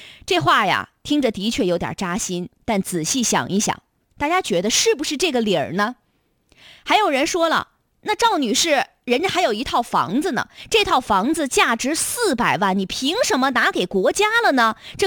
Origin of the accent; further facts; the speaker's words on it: China; 我们中国人很多人觉得不吉利